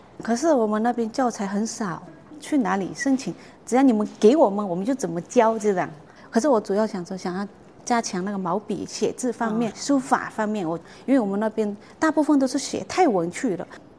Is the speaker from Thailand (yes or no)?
yes; Thailand; 我们泰国那边的山区有可能的话也想要老师自愿什么去帮忙，